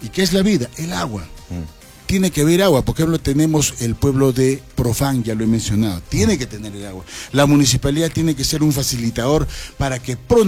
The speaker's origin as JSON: {"language": "Spanish", "town": "Yura", "region": "Arequipa", "country": "Peru", "said": "mi pueblo de Yura"}